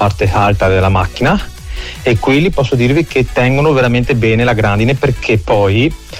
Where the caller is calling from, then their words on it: Venice, Veneto, Italy; mi so De Mestre